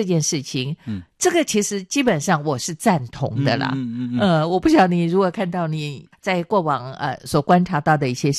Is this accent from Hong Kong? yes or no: no; Taiwan; 像我在台湾长大嘛